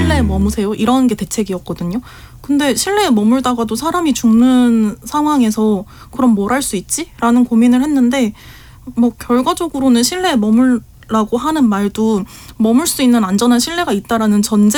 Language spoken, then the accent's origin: Korean; Seoul, South Korea; 저는 서울에 있는 빌라에서 거기서 태어나서 평생을 자랐거든요.